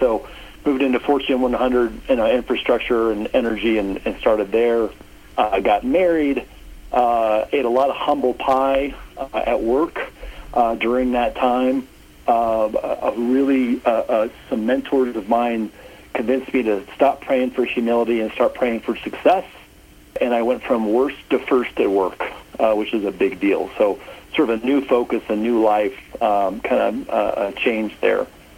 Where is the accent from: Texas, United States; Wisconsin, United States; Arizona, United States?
Texas, United States; also born or lived in Oklahoma; I was born in Oklahoma, and I grew up in Texas.